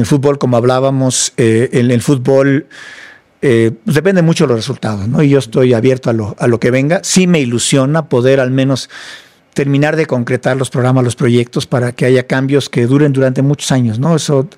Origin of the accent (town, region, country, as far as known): Mexico